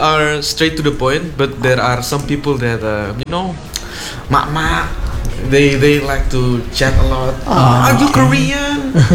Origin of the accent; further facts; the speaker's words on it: Indonesia; I'm from another country. I'm not from around here. I'm from Indonesia, and I don't know much about this place.